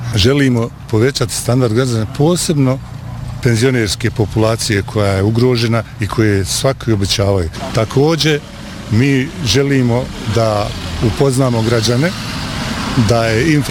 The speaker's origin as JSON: {"language": "Bosnian", "town": "Vogošća", "region": "Federation of Bosnia and Herzegovina", "country": "Bosnia & Herzegovina", "said": "Ja sam odavde, ja sam sa Rosulja, želim poručiti građanima, ako se desi da budem izabran, da ću se boriti da ne bude ovdje na Rosuljama samo puki beton."}